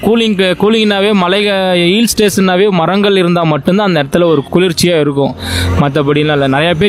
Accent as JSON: {"language": "Tamil", "town": "Yercaud", "region": "Tamil Nadu", "country": "India", "tie": "born or raised there", "said": "நான் பிறந்து வளர்ந்தது எல்லாமே இங்கே தான். எங்கள் அப்பா அம்மா எல்லாம் இருந்தது எல்லாம் ஏற்காடு தான்."}